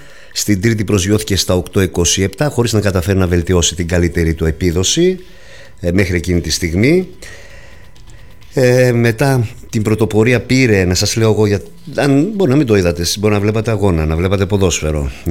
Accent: Grevena, Western Macedonia, Greece; το λέω και ως Γρεβενιώτης

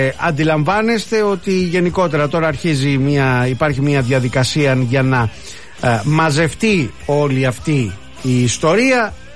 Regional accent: Molaoi, Peloponnese, Greece; born there; ένα πράγμα που λένε και στο χωριό μου στους Μολάους.

